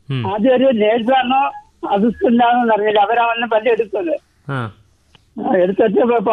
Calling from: Kerala, India; എന്റെ വീട് കുടിച്ചോടാണ്.

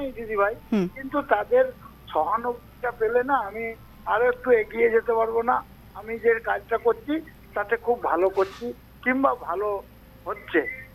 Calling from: Budbud, West Bengal, India; আমি পশ্চিমবঙ্গের পূর্ব বর্ধমান জেলার বুধবুদ থেকে … দিদি ভাই।

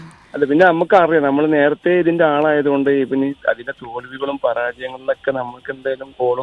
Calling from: Kottakkal, Kerala, India; വില്ലൂർ കോട്ടക്കൽ നിന്നാണ് വിളിക്കുന്നത്.

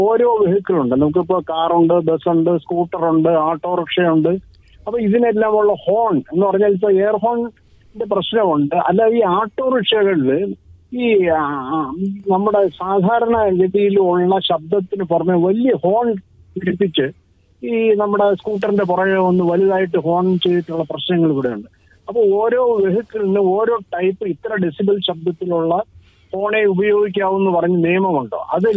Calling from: Vattiyoorkavu, Kerala, India; ഞാൻ വട്ടിയൂർക്കാവ്.

